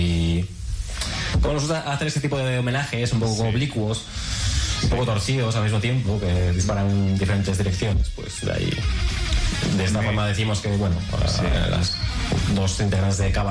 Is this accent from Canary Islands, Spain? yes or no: no; Barakaldo, Basque Country, Spain; born there; nací realmente en Cruces, Baracaldo.